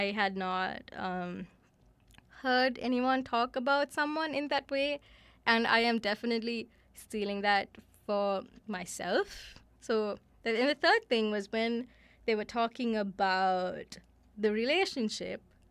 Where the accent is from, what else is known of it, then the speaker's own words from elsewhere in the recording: Sri Lanka; now in Vancouver, Canada; I grew up in Sri Lanka, where monogamy was the norm